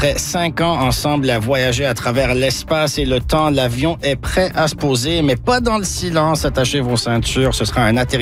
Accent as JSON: {"language": "French", "country": "Lebanon", "said": "mes origines libanaises. Une fois, j'ai dit à un auditeur que j'ai rencontré, « Ah oui, d'ailleurs, je suis Libanais. » Il m'a répondu, « Oui … on le sait. »"}